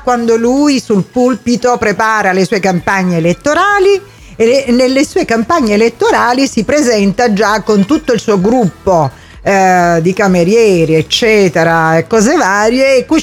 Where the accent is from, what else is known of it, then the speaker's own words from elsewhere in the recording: Catania, Sicily, Italy; Dalle nostre parti a Catania, in Sicilia